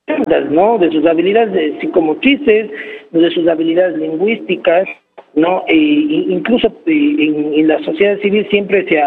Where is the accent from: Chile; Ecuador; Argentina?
Ecuador; nosotros tenemos como sociedad ecuatoriana un desafío enorme